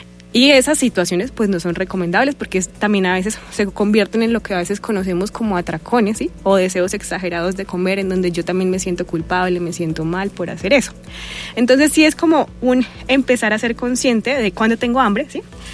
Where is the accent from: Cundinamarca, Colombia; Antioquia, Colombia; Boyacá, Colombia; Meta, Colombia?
Boyacá, Colombia; Soy de Boyacá. Entonces yo he trabajado en varios municipios de Boyacá.